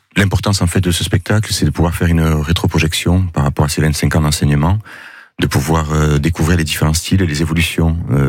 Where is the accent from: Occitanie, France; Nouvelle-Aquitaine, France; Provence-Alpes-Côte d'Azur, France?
Occitanie, France; Perpignan; born there; mes parents, par exemple, sont arrivés il y a beaucoup d'années ici. Donc c'est pour ça que je suis né ici à Perpignan.